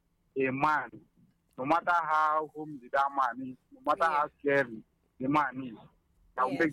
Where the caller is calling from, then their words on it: Enugu, Enugu State, Nigeria; I'm calling from Enugu.